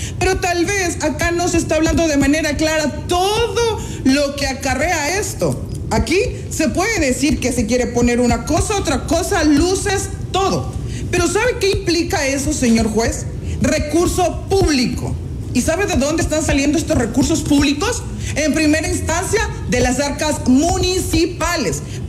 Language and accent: Spanish; Ecuador; now in Santo Domingo, Ecuador; mis derechos como ciudadana ecuatoriana por el tema de mi discapacidad.